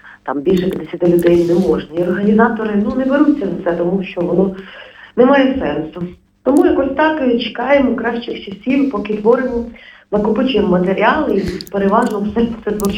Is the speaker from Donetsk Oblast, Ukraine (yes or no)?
no; Lutsk, Volyn Oblast, Ukraine; now in Kyiv, Ukraine; я взагалі родом села Злуцька з Заходу, але зараз все в Києві живу.